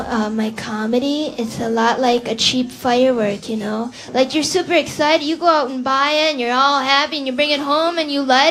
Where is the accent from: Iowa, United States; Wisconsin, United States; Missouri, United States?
Wisconsin, United States; I grew up in Wisconsin. Anybody? Anybody grew up in Wisconsin?